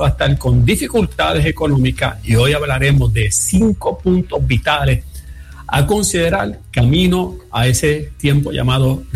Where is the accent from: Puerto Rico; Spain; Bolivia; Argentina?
Puerto Rico; Yabucoa; moved away; la Iglesia Evangélica Congregacional de Yabucoa, de mi pueblo